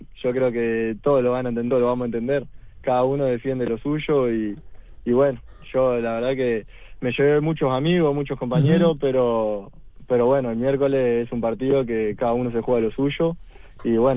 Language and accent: Spanish; Montevideo, Uruguay; born there; moved away as an adult; now in Ciudad de la Costa, Uruguay; Yo nací ahí en Manga